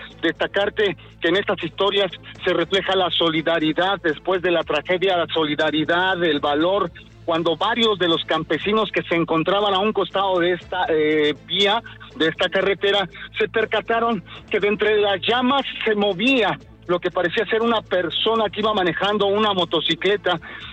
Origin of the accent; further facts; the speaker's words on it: Mexico; la forma en la cual nosotros como mexicanos podemos arriesgarnos para salvar la vida de otras personas